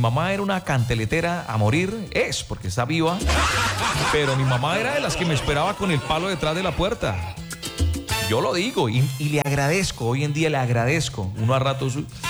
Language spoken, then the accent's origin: Spanish; Cúcuta, Norte de Santander, Colombia; born there; la sangre de mi madre que viene de Boyacá. Pero yo, obviamente, no niego mi tierra. Soy cucuteño, nací en el Hospital San Juan de Dios, que ya no existe.